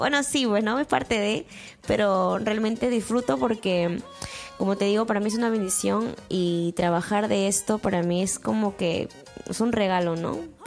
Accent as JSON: {"language": "Spanish", "country": "Peru", "said": "Bueno, yo como buena norteña me sale rico el arroz"}